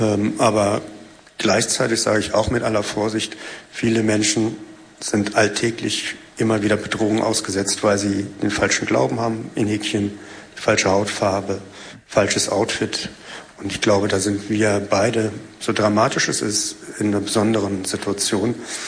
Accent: Germany; als Deutscher in zweiter, dritter Generation

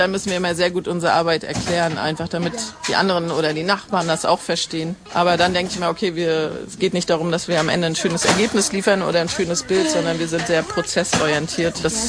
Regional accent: Northern Germany, Germany; Ich komme aus dem Norden, also die ist komplex.

